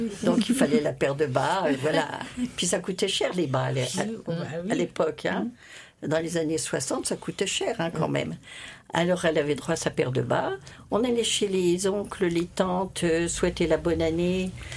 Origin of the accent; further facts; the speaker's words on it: Grand Est, France; Mais moi, je suis une pure Lorraine.